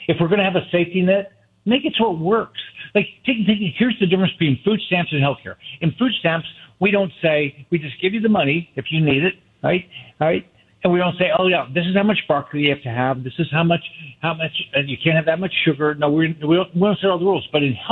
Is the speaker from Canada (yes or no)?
no; Midwest, United States; In my lifetime, well, I grew up in the Midwest.